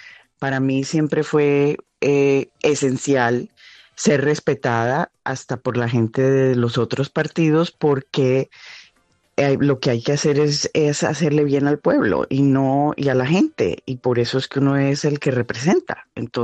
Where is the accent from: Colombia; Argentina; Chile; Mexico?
Colombia; nosotros como comunidad latina y especialmente los colombianos, pues nos unimos muchísimo a eso de que necesitamos tener esas voces